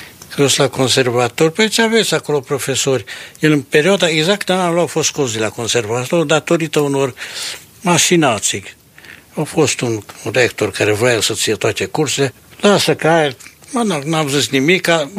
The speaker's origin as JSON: {"language": "Romanian", "town": "Cluj", "region": "Cluj County", "country": "Romania", "tie": "born or raised there", "also_born_or_lived": "Bistrița", "said": "M-am născut în 1922 la Cluj. Fratele meu mai mari s-a născut la Năsăuri. Părinții erau de acolo. Și până la 10 ani am stat la Cluj. La 10 ani ne-am mutat la Bistrița, iar am venit în vatra noastră."}